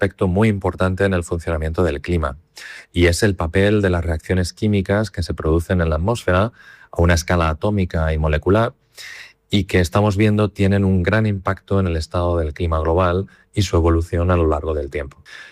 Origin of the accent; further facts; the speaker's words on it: Quintanar del Rey, Castilla-La Mancha, Spain; moved away; Me considero un producto de la educación pública, desde la educación primaria en mi pueblo, Quintanar del Rey, en Cuenca, hasta el doctorado.